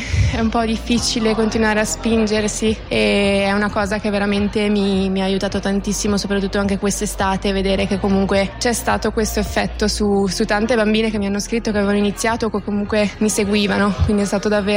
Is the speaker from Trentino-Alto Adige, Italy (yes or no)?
yes; Rovereto, Trentino-Alto Adige, Italy; è vicina a casa mia, io sono di Rovereto, in Trentino, quindi non sono lontanissima